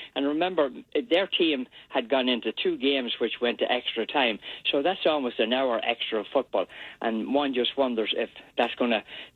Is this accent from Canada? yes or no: no; Ireland; Yeah, I'm Irish.